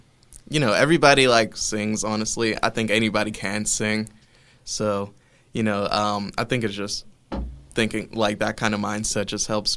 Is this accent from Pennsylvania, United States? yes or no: yes; Pittsburgh, Pennsylvania, United States; I'm from the Lincoln area of Pittsburgh. I'm 19.